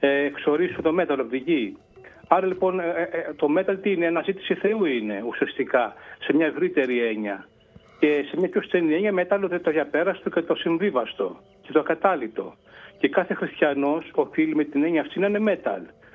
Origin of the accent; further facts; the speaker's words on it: Piraeus, Attica, Greece; moved away as an adult; now in Nafplio, Greece; μεγαλώσαμε και γεννηθήκαμε στον Πειραιά, στο Τζάνιο, στο Πασαλιμάνι γεννήθηκα, και στην παλιά Κοκκινιά μεγάλωσα.